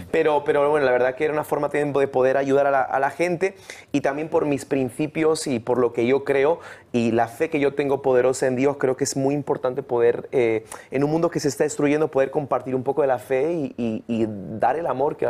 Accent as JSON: {"language": "Spanish", "town": "Getafe", "region": "Community of Madrid", "country": "Spain", "tie": "born there", "said": "yo nací en Getafe, yo nunca había visto esto en mi vida, este corte"}